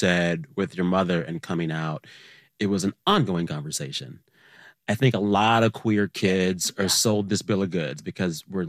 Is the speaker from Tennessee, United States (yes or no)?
no; Texas, United States; for me, I had folks in my life growing up in South Texas, very religious.